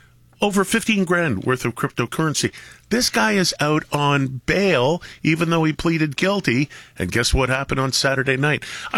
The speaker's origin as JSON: {"language": "English", "town": "Toronto", "region": "Ontario", "country": "Canada", "tie": "born or raised there", "moved": "yes", "said": "Toronto's my hometown. I haven't lived there in a long time."}